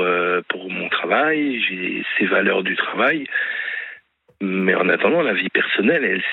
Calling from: Île-de-France, France; j'ai 46 ans, j'habite en région parisienne

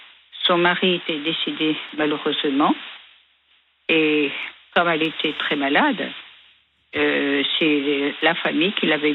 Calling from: Garéoult, Provence-Alpes-Côte d'Azur, France; Je suis dans le Var.

